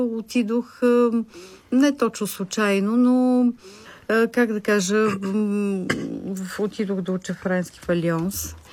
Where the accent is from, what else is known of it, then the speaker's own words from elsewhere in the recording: Sofia, Sofia City, Bulgaria; От тук имам, от София.